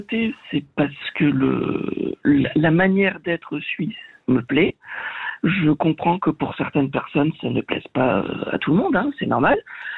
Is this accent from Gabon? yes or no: no; South-West France, France; je viens du sud-ouest de la France, on a quand même une langue dans le sud-ouest de la France qui s'appelle l'occitan.